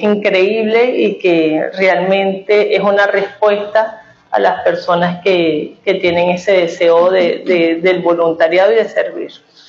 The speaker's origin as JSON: {"language": "Spanish", "country": "Venezuela", "said": "nosotros no tenemos también eso como venezolanos"}